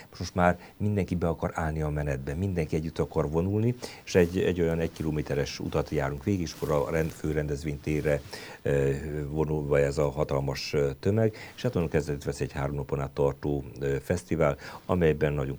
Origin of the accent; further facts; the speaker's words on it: Nyírcsaholy, Szabolcs-Szatmár-Bereg, Hungary; És hát azóta is ott maradtam, és hát azóta is szolgálom a szülőfalumban, illetve a lakóhelyem is, Mátészalajtai Nyírcsaholyban lakom